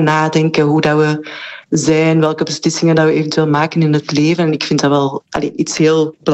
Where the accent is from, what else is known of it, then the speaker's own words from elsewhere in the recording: Antwerp province, Flanders, Belgium; born there; accent: Antwerp; moved away as an adult; now in Ghent, Belgium; Ik klink zo, ik weet het. Maar ik woon in Gent. En vanaf dit jaar sinds de helft van mijn leven. Dus ik denk dat ik ondertussen mag zeggen dat ik uit Gent kom.